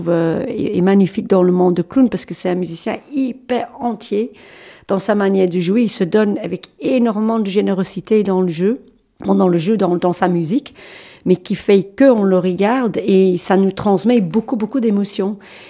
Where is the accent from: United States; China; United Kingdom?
United Kingdom; England; Bah, moi, je suis anglaise, donc à la base.